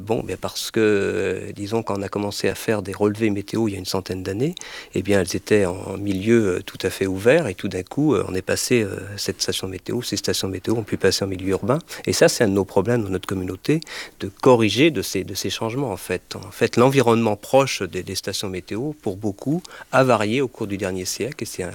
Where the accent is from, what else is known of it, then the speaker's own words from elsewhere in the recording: Janzé, Brittany, France; moved away; je suis né non pas à Neuilly mais dans une ferme.